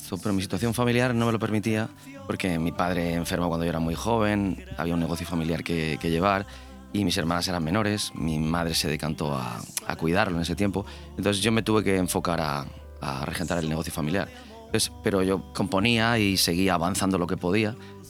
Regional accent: Novelda, Valencian Community, Spain; born or raised there; moved away as an adult; now in Benidorm, Spain

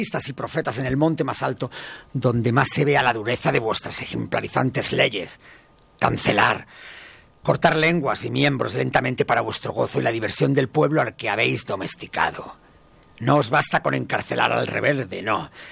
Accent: Spain; Yo es que soy muy español, ¿sabes? Soy muy patriótico.

